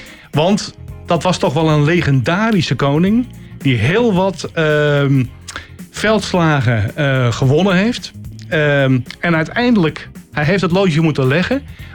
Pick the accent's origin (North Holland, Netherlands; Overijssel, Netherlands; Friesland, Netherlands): Friesland, Netherlands; Voor mij als Fries natuurlijk de klap op de vuurpijl.